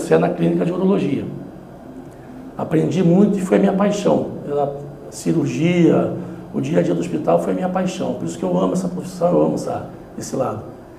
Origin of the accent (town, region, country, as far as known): Itatiba, São Paulo, Brazil; born there; also born or lived in Cachoeiro de Itapemirim, Espírito Santo / Belford Roxo, Rio de Janeiro